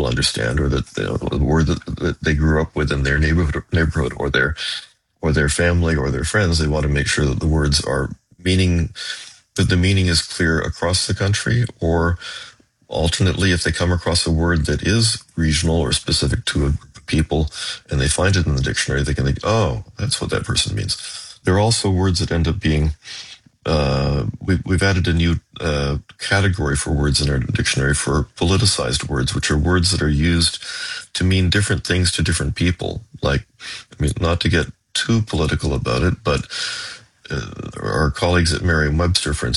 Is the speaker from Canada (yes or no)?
yes; Canada; he's a person of approximately my age, and I'm guessing yours as well, where we were taught as children that as Canadians